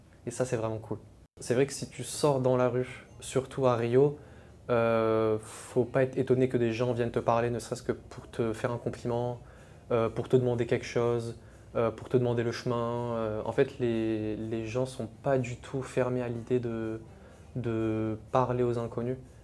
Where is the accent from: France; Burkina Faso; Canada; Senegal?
France; also born or lived in Tunisia; je suis français et en plus, je suis tunisien.